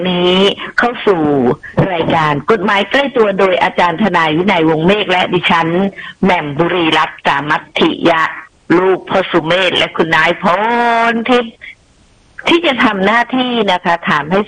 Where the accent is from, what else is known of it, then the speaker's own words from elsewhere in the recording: Phuket, Thailand; หน้าอับอายสำหรับคนภูเก็ตอ่ะจริงๆดิฉันเนี่ยคนภูเก็ตโดยกำเนิดนะคะ